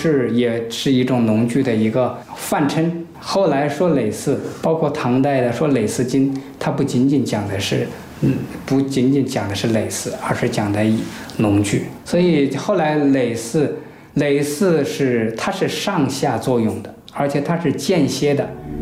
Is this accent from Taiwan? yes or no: no; southern China, China; 因为我们是南方人